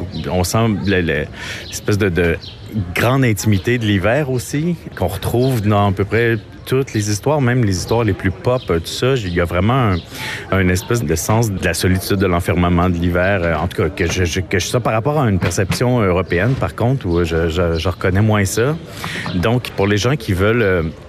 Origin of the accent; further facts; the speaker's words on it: Île d'Orléans, Quebec, Canada; now in Montreal, Canada; je suis auteur de bande dessinée, je suis originaire de l'île d'Orléans, j'habite à Montréal maintenant.